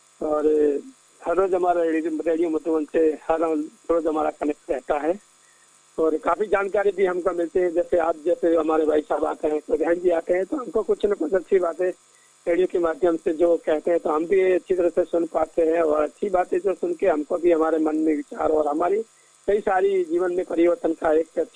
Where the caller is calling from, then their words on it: Gujarat, India; हम गुजरात से बोल रहे हैं, मेहसाणा के पास हमारा एक गांव है, और वहाँ से हम बोल रहे हैं, हम सिलाई काम करते हैं, हम दर्जी हैं